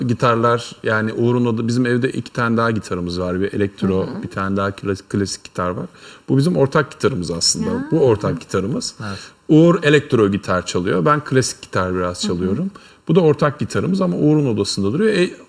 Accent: Ankara, Turkey; Yani biz Ankaralıyız çünkü yani Ankara'da ikamet ediyoruz. Benim ilkokul, ortaokul, lise hep Ankara'daydı. O yüzden Ankara bağımız bizim hala devam ediyor.

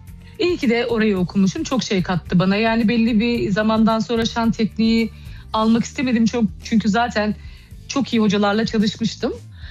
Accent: Maçka, Trabzon, Turkey; Yani işte ben ilk 4,5 yaşında Trabzon'daki, ben Trabzonluyum, Maçkalıyım bu arada.

